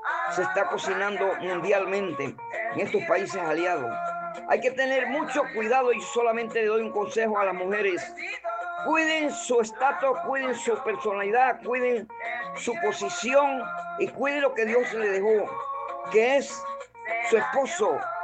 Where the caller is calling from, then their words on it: Panama; Aquí en Panamá